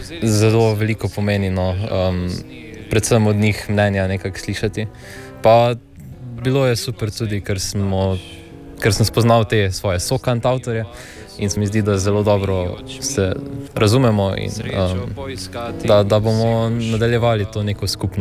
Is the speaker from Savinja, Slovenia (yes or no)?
yes; Celje, Savinja, Slovenia; iz Celja.